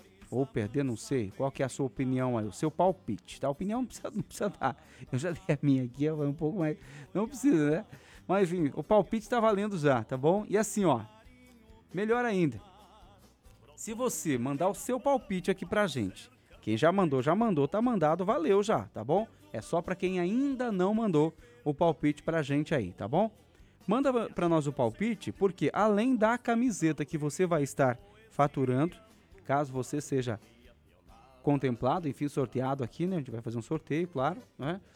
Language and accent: Portuguese; Brazil; a gente é brasileiro.